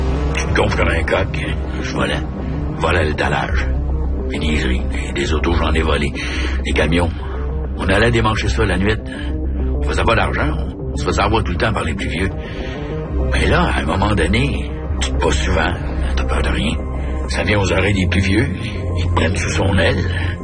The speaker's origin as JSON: {"language": "French", "town": "Quebec City", "region": "Quebec", "country": "Canada", "tie": "born or raised there", "said": "J'ai été élevé à Saint-Roch, j'étais allé Limoilou, y'avait rien."}